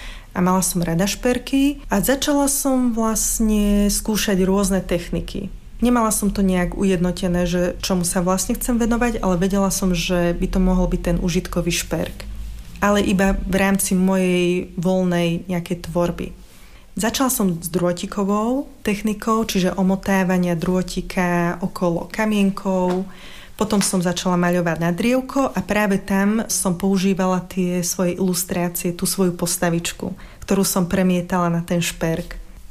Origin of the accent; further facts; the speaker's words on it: Lučenec, Banská Bystrica Region, Slovakia; A keďže môj manžel vie, že pochádzam z Lučenca, tak mi vraví, že veď ty si s tým musela vyrastať.